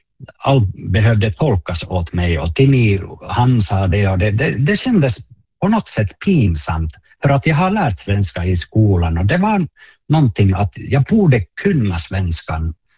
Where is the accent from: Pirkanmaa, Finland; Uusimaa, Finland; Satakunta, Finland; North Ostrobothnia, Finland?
North Ostrobothnia, Finland; Oulunsalo; Swedish is a second language; jag är uppvuxen i Oulunsalo, helt finskspråkig området.